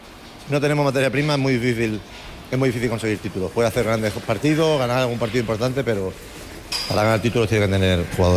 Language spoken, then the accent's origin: Spanish; Málaga, Andalusia, Spain